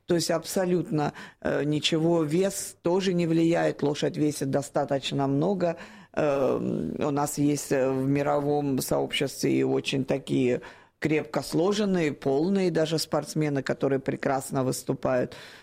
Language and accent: Russian; Rostov-on-Don, Rostov Oblast, Russia; Ну, мне это очень близко, потому что я сама родом из Ростова-на-Дону, и я села на лошадь практически, когда начала ходить